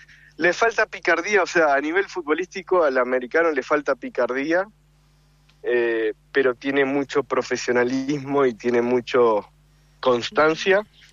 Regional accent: Buenos Aires, Argentina; also born or lived in La Boca, Buenos Aires; No, nací en La Boca, pero viví siempre en Núñez, Belgrano.

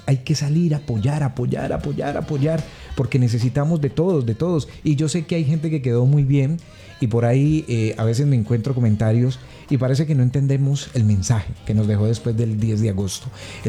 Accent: Cali, Valle del Cauca, Colombia; porque el caleño es así, pujante y tirado pa'lante, como decimos nosotros aquí en mi amada Cali.

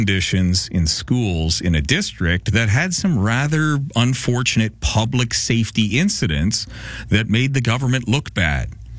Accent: British Columbia, Canada; But as a British Columbian, I will express my apologies on their behalf.

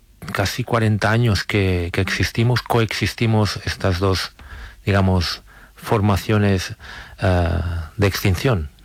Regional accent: Sant Sadurní d'Anoia, Catalonia, Spain; Yo, por ejemplo, en mi pueblo, es un pueblo que está rodeado de viñedos, San Sadurní de Noia

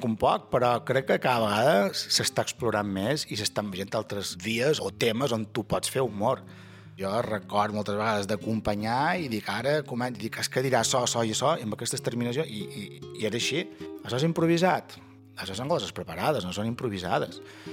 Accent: Ferreries, Balearic Islands, Spain; Sant Joan és molt polit el que vulgueu, però jo som de Ferreries i crec que Sant Bartomeu pues, és molt més.

